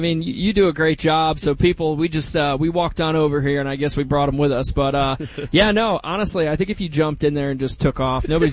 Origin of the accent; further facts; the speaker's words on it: Connecticut, United States; I grew up in Connecticut.